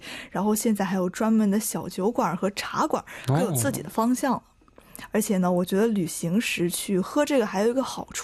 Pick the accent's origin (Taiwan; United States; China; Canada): China; Changsha, Hunan